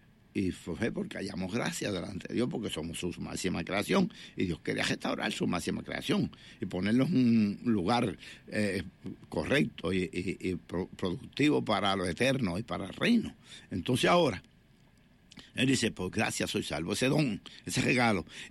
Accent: Puerto Rico; un jibarito, como dicen en mi país

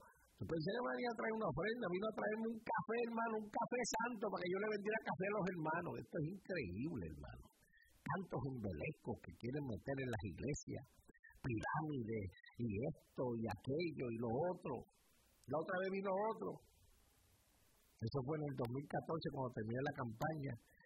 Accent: Caguas, Puerto Rico; now in Bronx, United States; Yo voy para Cagua, yo soy de Cagua. … from the Bronx, but … from Cagua.

